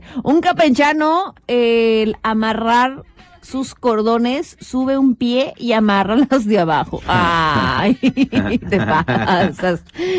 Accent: Yucatán, Mexico; los yucatecos cuando vamos a otro lugar

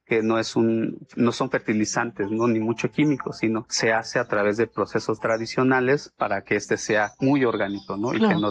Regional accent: Tanetze de Zaragoza, Oaxaca, Mexico

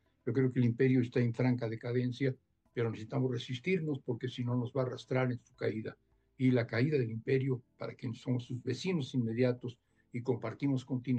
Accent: Mexico; desde esta América del Norte, que somos los mexicanos

